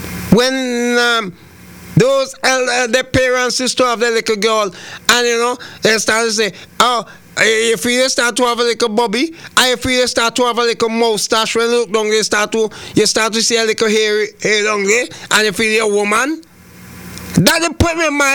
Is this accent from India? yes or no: no; St. Vincent & Grenadines; St. Vincent and the Grenadines, my hometown.